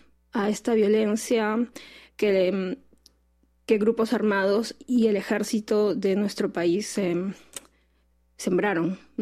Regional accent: Peru; now in Arequipa, Peru; Arequipa, que es la ciudad donde yo vivo

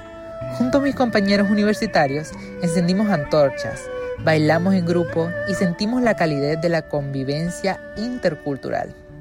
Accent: El Salvador; moved away as an adult; now in China; Como joven salvadoreño en China

